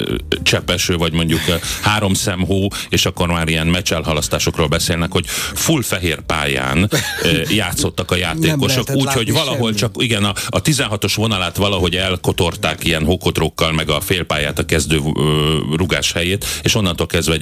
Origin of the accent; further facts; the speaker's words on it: Budapest, Hungary; én Cseperről jövök